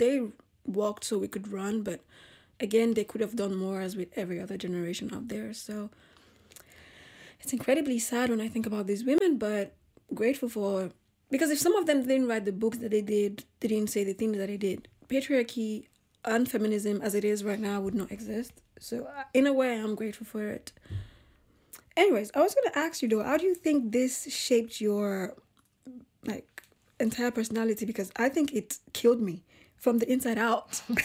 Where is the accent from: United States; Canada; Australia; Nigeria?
Nigeria; So yeah, I was saying that just growing up in Nigeria, It was incredibly difficult for me to feel like I was accepted